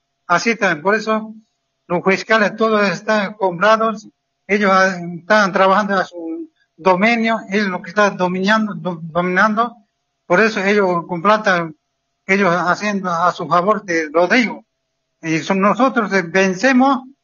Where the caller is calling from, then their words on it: Santa Cruz de la Sierra, Santa Cruz, Bolivia; de Santa Cruz.